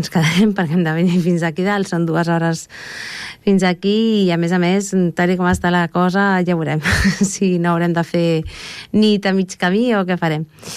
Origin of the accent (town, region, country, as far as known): Catalonia, Spain